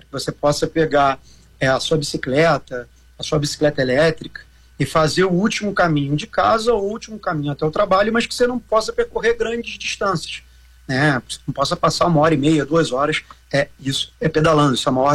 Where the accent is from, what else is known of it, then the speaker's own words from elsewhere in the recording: Rio de Janeiro, Brazil; e agora eu falando como carioca